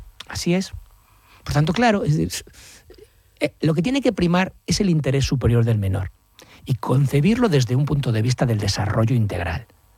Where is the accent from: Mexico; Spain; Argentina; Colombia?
Spain; Galicia; Y como buen gallego yo siempre digo, depende.